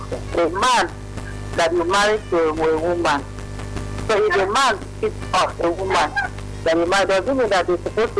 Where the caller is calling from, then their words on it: Calabar, Cross River, Nigeria; I'm from Calabar.